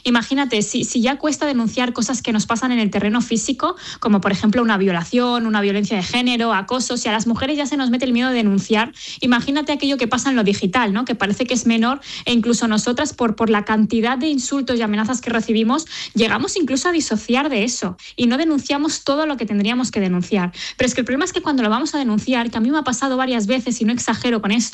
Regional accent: Lleida, Catalonia, Spain; la Asociación Feminista de Lleida, que es de donde soy

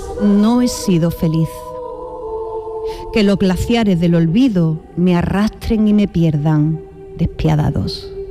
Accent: Andalusia, Spain; accent: Andalusian; nuestra particular forma de hablar en Andalucía. Hay quienes equivocadamente piensan que el andaluz es una sola forma de hablar.

